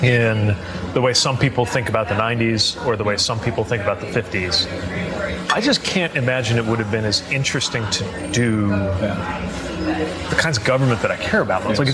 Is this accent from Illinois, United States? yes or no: no; Indiana, United States; I mean, first of all, I'm gay and I'm from Indiana